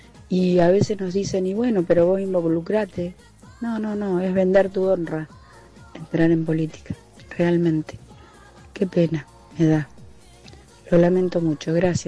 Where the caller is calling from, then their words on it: Balcarce, Buenos Aires Province, Argentina; de Balcarce.